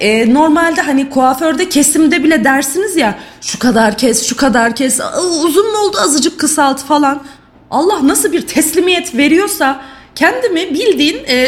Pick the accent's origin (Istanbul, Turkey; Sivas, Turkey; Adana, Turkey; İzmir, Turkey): Sivas, Turkey; now in Kayseri, Turkey; Yıl 2008 aslen Sivaslıyım bilen biliyor zaten. Kayseri'ye geldim işte evlilik için